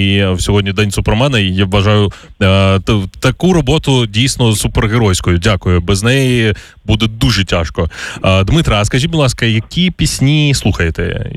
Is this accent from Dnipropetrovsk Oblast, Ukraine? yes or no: yes; Kryvyi Rih, Dnipropetrovsk Oblast, Ukraine; Я ж виріс в Кривому Розі